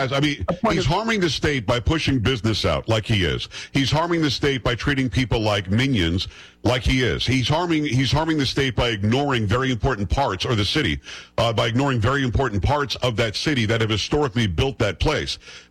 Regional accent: Florida, United States; born there; also born or lived in New York metro area; That's where I grew up, to be honest. I'm from New York, from Metro New York originally, but at 7 we moved to Florida.

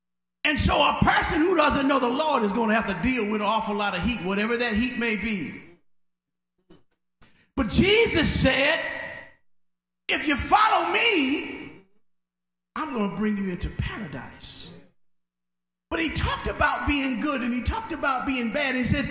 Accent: Mill Branch, United States; growing up in Mill Branch, growing up in the country, we were surrounded by trees

